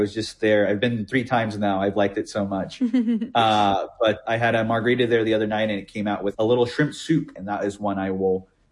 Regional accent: Dallas, Texas, United States; Oh, absolutely. I mean, I grew up in Dallas, and I wanted to make sure that, I mean, I was anticipating some criticism

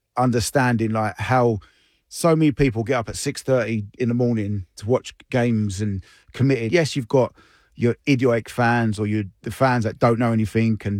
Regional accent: England, United Kingdom; now in Dallas, United States; Well, as an Englishman, it's in my DNA, right?

